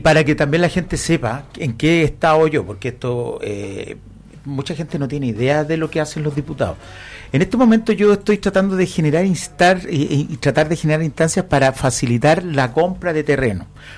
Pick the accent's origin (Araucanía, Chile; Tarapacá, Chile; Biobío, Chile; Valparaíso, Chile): Valparaíso, Chile; Los Andes; A mí, como andino que soy, me gustaría que estuviera acá en Los Andes, no solo por una cuestión de chauvinismo local